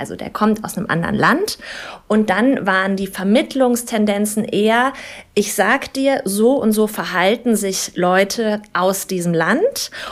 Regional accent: West Germany, Germany; moved away as an adult; now in East Germany; Also ich bin Westdeutsche, die in Ostdeutschland integriert wird.

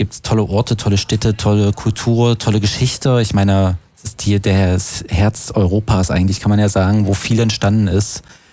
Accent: Saxony-Anhalt, Germany; Ich komme ja selber aus Sachsen-Anhalt

